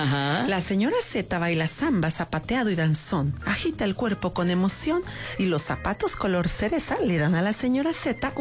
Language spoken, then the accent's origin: Spanish; Jocotepec, Jalisco, Mexico; en Jocotepec lo acabo de presentar también, que es mi municipio, uh-huh, que es mi tierra.